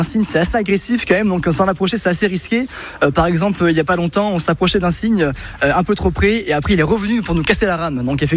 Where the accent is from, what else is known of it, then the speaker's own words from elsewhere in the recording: Castillon-la-Bataille, Nouvelle-Aquitaine, France; j'ai 21 ans, je suis de Castillon-la-Bataille. Et c'est de venir retrouver mon club d'aviron d'enfance et de venir ramer avec eux sur la Dordogne.